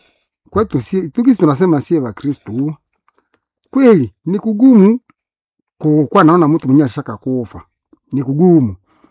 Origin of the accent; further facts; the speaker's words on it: Butembo, North Kivu, DR Congo; born there; Kuna jamaa mingi tulizaliwa hapa Butembo.